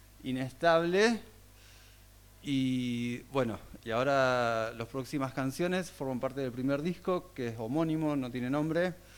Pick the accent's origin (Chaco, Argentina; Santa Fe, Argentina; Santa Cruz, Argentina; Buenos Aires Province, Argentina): Santa Cruz, Argentina; Río Gallegos; moved away as an adult; now in El Chaltén, Argentina; soy de Río Gallegos, nací, viví ahí bastante tiempo de mi vida.